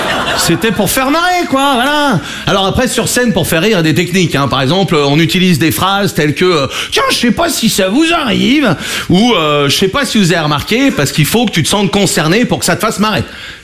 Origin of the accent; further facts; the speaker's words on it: Brittany, France; Je suis breton. J'ai 21 ans.